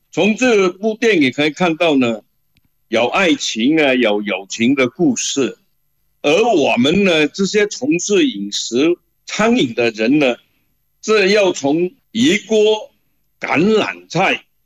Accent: Chaoshan, Guangdong, China

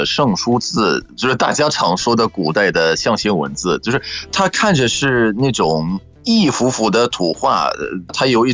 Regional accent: Egypt; first language Arabic; Chinese is a second language; moved away

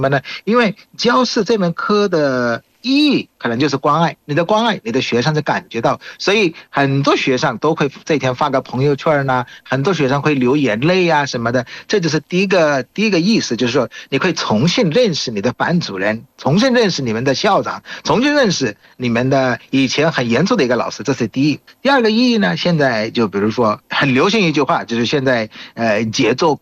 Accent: Bangladesh; Chinese is a second language; 我是来自于孟加拉国的

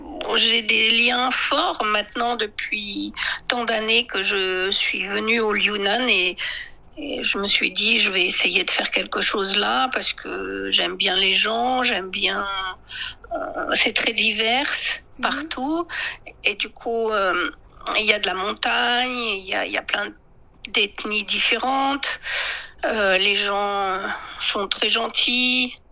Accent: France; près de ma région d'origine en France, il y a aussi des maisons en terre

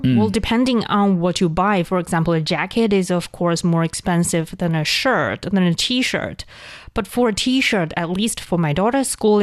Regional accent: northern China, China; accent: northern Mandarin; Sorry, that's my northern accent.

